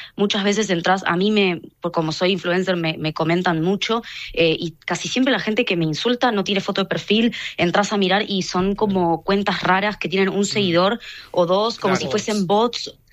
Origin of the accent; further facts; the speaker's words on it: Argentina; moved away as an adult; also born or lived in Alicante, Spain / Germany; now in Madrid, Spain; he ido a muchos países y siempre que he dicho que soy argentina